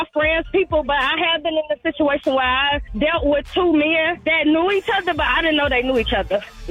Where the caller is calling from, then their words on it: Chicago, Illinois, United States; I'm from the East Side.